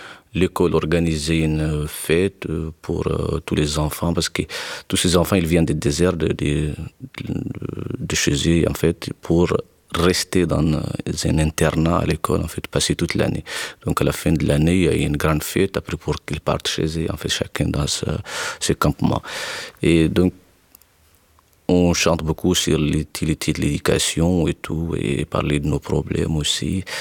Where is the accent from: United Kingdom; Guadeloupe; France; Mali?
Mali; Tinzaouaten, Kidal; Tinzawaten, c'est là où nous sommes grandis, en fait. C'est là où nous avons fait aussi notre école primaire